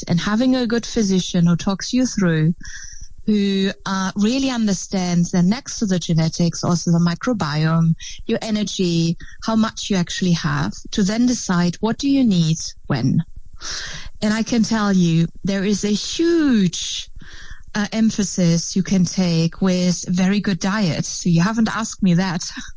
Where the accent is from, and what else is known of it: Germany; English is a second language; now in Netherlands